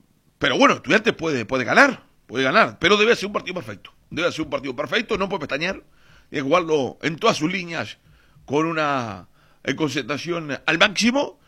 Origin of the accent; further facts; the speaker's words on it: Tacuarembó, Uruguay; yo soy hincha estudiante, soy de Tacuarembó.